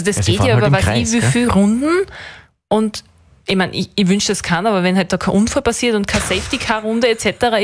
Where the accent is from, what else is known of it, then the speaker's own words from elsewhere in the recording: Austria; als Österreicherin muss ich ja fast zu Red Bull halten